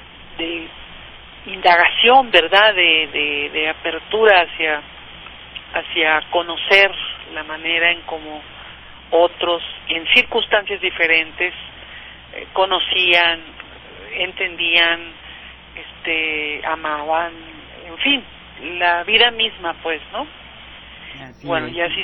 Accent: Ciudad Juárez, Chihuahua, Mexico; also born or lived in Mexico City; desde que yo me vine aquí a Ciudad Juárez, que es mi tierra

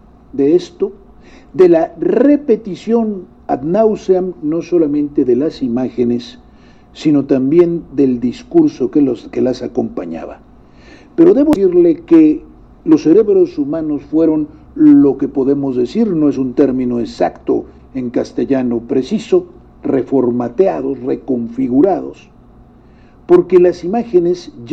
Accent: Mexico; siendo mexicanos que han leído o que hemos leído la historia

